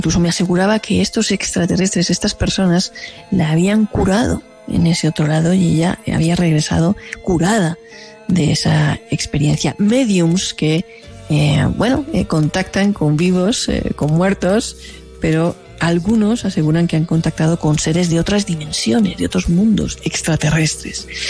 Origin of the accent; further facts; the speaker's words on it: Spain; moved away as an adult; now in Colombia; en mi país, España